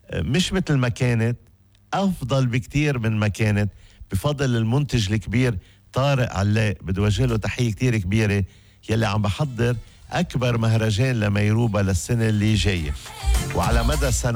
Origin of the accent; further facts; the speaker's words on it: Mayrouba, Keserwan-Jbeil, Lebanon; عنا بضيعتنا على كتاف هالمدرج